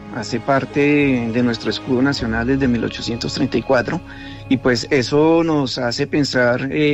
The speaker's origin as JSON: {"language": "Spanish", "country": "Colombia"}